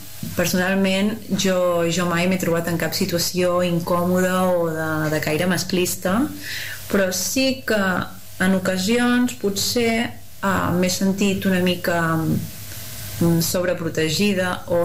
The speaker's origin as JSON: {"language": "Catalan", "town": "Castelló d'Empúries", "region": "Catalonia", "country": "Spain", "said": "soc de Castellà d'Empúries i soc bombera de la Generalitat de Catalunya."}